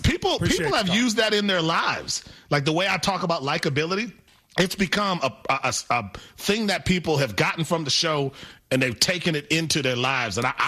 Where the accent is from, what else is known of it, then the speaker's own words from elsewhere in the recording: Milwaukee, Wisconsin, United States; That's the issue when it comes to my hometown.